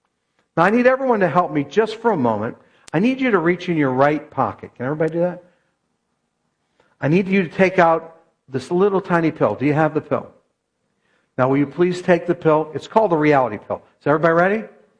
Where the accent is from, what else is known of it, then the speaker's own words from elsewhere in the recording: Berkshire Valley, Massachusetts, United States; now in Staten Island, New York, United States; I grew up in the Berkshire Valley in western Massachusetts.